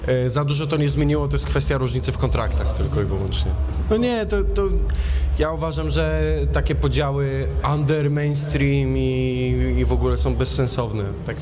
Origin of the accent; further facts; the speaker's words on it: Łódź, Łódź Voivodeship, Poland